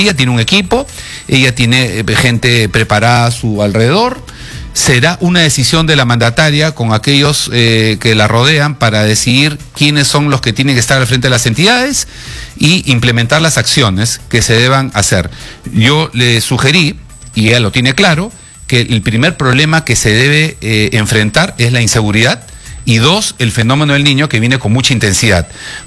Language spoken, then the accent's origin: Spanish; Peru; Soy un peruano que, como tú sabes, entré a la palestra política